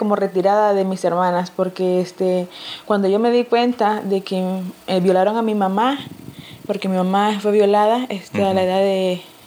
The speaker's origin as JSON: {"language": "Spanish", "region": "Estelí", "country": "Nicaragua", "tie": "born or raised there", "moved": "yes", "said": "yo vengo de la ciudad de Estelí, Nicaragua."}